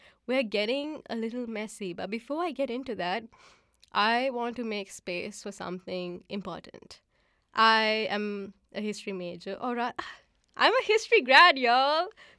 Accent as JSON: {"language": "English", "country": "Sri Lanka", "said": "I'm from Sri Lanka, so we don't actually do land acknowledgements, but I hope this makes you think about your history as a Sri Lankan person, for instance."}